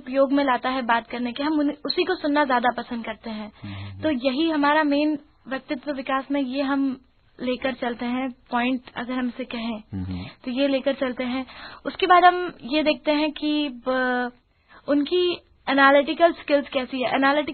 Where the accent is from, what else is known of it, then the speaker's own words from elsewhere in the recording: Indore, Madhya Pradesh, India; born there; संतोष जी, इंदौर में ही मेरा जन्म हुआ है